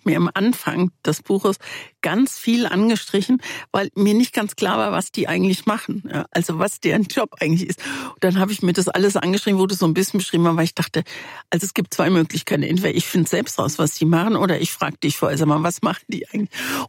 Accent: Morocco; Ja, als Marokkanerin mit Französisch ist lächerlich.

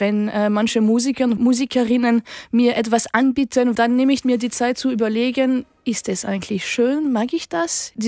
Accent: Chartres, Centre-Val de Loire, France; now in Cologne, Germany; Ich bin in Chartres, in der Nähe von Paris, aufgewachsen

